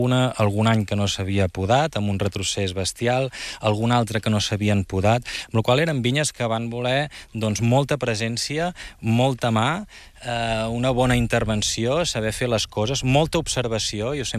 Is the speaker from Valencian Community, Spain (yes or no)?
no; Girona, Catalonia, Spain; now in l'Albera, Spain